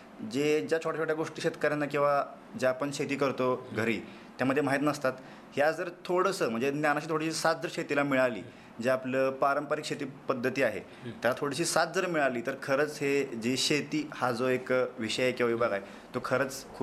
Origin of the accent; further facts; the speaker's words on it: Marali, Maharashtra, India; मरळी हे गाव म्हणजे मी मूळचा खेडेगावचा आहे, एकदम छोटंसं गाव आहे, एकदम खेड्यात डोंगराच्या पायथ्याशी असलेलं एक गाव आहे.